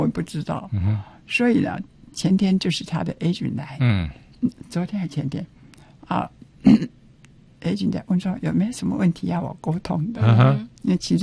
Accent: China; 但是我们中国人很注重

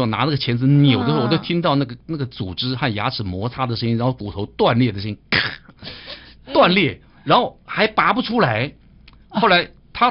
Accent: Taiwan; 我们都在台湾呢、啊，我们都是台湾人呢

